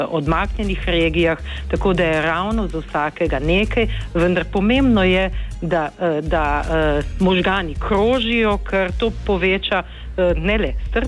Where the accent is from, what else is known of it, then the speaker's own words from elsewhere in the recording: Nova Gorica, Goriška, Slovenia; Sem namreč Novogoričanka in sem odraščala ravno ob meji.